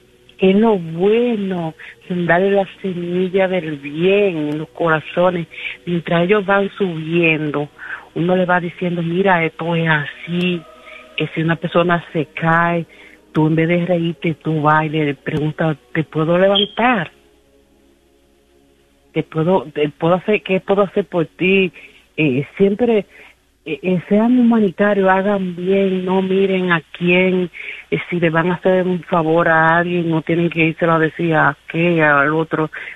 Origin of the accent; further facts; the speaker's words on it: Dominican Republic; Yo ahorita estaba hablando con mi hermana, yo soy dominicana